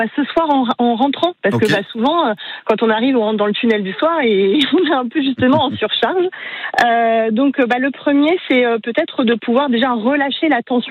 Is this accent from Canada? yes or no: no; France; now in Bouessé, France; ici en France.